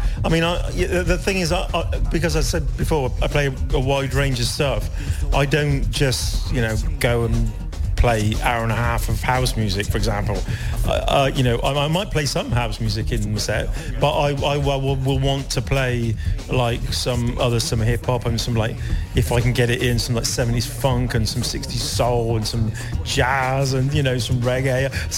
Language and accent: English; Portishead, South West England, United Kingdom; So I grew up in Portishead, as did Jeff grew up in Portishead.